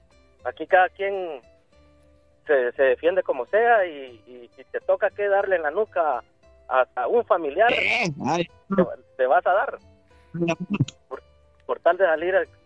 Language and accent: Spanish; Guatemala; now in United States; Y yo siendo guatemalteco